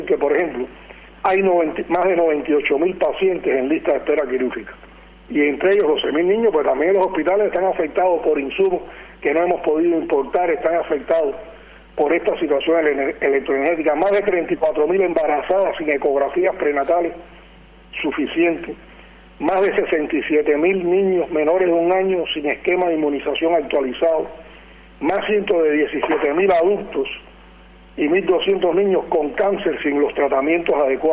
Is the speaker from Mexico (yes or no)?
no; Cuba; en la vida familiar de nosotros como pueblo cubano, un grupo de afectaciones.